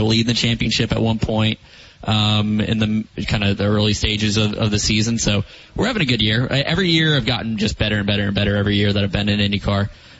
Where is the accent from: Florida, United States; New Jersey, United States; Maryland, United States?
Florida, United States; I'm a South Florida guy, so I'm used to the heat.